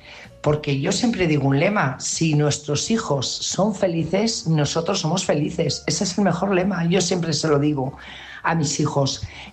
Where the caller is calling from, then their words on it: Burgos, Castile and León, Spain; corresponsal de Burgos.